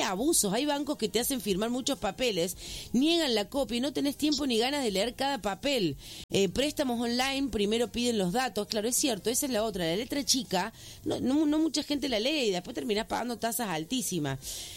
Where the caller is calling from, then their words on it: Mar del Plata, Buenos Aires Province, Argentina; Y hasta ahora me dio resultado … de Mar del Plata.